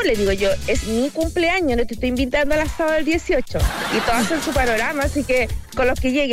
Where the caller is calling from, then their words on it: Peñaflor, Santiago Metropolitan Region, Chile; yo vivo en Peñaflor.